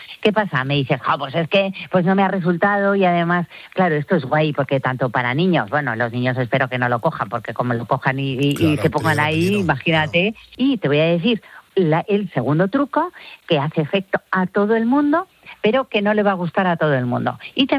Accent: Spain

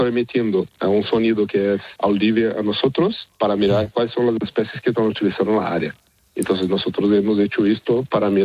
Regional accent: Brazil; Spanish is a second language; Yo estaba en máster en Brasil, yo soy brasileño.

